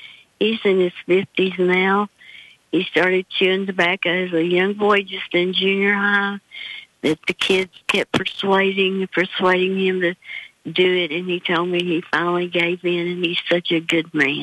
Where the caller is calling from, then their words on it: Hot Springs, United States; I'm calling from Hot Springs.